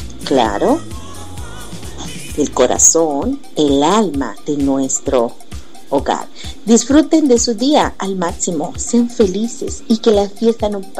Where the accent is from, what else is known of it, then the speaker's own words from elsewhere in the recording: Tizimín, Yucatán, Mexico; desde mi tierra bonita, desde la hermosa tierra Tizimín, Yucatán